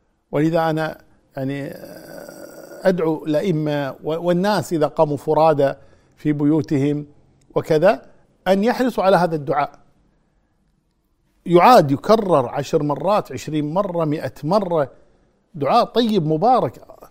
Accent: Kuwait; عندنا في الكويت

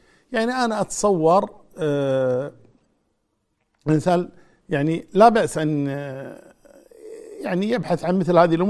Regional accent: Kuwait

